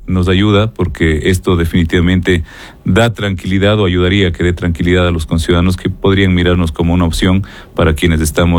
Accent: Ecuador

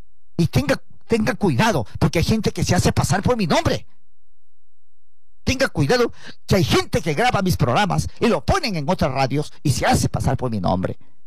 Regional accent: Salalá, Piura, Peru; born there; moved away; Yo vengo de Salalá, Sondorilio, mi tierra, que me vio nacer.

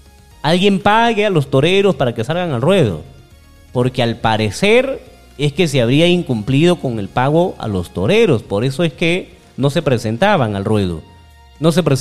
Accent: Cutervo, Cajamarca, Peru; Son los que somos de Cutervo, los que vivimos en esta tierra.

